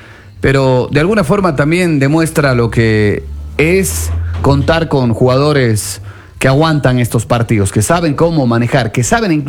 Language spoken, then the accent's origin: Spanish; Ecuador